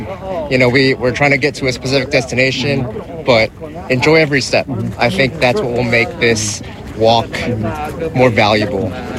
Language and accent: English; Los Angeles, California, United States; I am from L.A., Los Angeles, California.